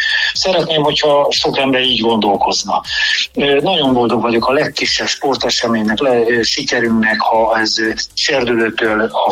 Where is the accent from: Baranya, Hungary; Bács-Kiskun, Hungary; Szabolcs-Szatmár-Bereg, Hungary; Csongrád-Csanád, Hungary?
Bács-Kiskun, Hungary; Kecskemét; egy sportemberként, kecskeméti emberként